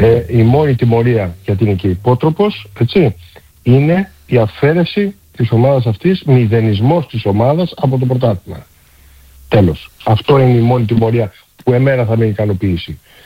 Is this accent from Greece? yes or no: no; Australia; Εγώ από τη δική μου πλευρά και ως Ελληνοαυστραλός